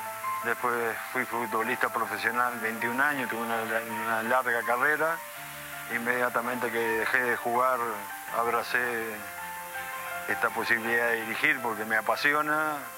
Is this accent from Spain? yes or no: no; Uruguay; Bueno, somos uruguayos.